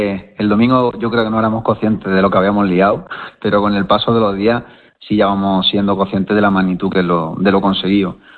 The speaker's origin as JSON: {"language": "Spanish", "town": "Antequera", "region": "Andalusia", "country": "Spain", "tie": "born there", "moved": "as an adult", "lives_now": "Granada, Spain", "said": "Yo nací en Antequera, Málaga."}